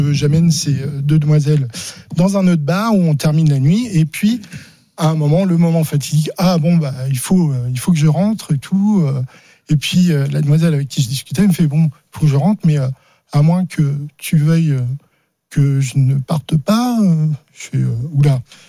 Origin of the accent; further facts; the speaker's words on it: Charleville-Mézières, Grand Est, France; Non, parce que je suis originaire de Charleville-Mézières.